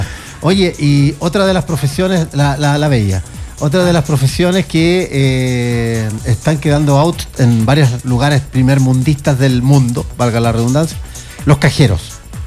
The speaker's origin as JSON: {"language": "Spanish", "country": "Chile", "said": "nosotros como chilenos"}